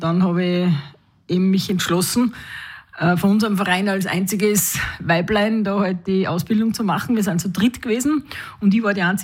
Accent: Mariazell, Styria, Austria; Ich bin als Kind, also als Jugendlicher aufgewachsen in Maritzell neben einem Flugplatz

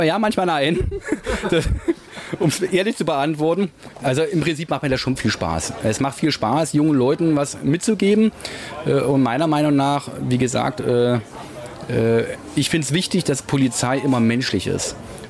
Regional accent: Hesse, Germany; Als Hesse kennt man kein Frankfurt an der Oder, ne? Da kennt man nur Frankfurt.

